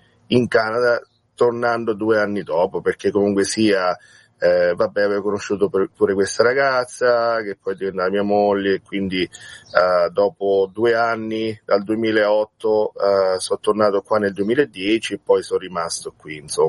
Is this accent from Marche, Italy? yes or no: yes; Comunanza, Marche, Italy; also born or lived in San Benedetto del Tronto; now in Grottammare, Italy; Io sono nato a San Benedetto del Tronto perché c'è l'ospedale lì, no? Però ho vissuto tanti anni a Comunanza, che è un paesino all'interno, no? Nel Piceno.